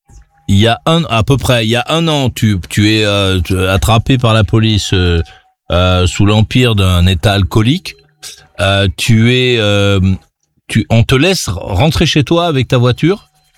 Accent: France; Chez nous, en France, lorsque quelqu'un est sous, qu'il est arrêté par la police

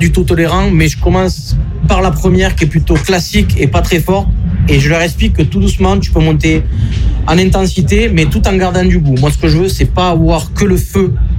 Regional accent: Mudaison, Occitanie, France; Moi je suis à côté, je suis de Mudaison, donc les mecs de Mogio qui font beaucoup de trimmers et tout ça.

